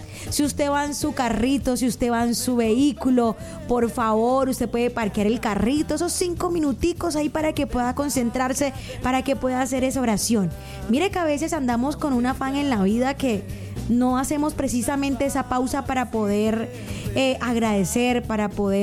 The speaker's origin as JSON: {"language": "Spanish", "country": "Colombia", "said": "conectarnos como colombianos"}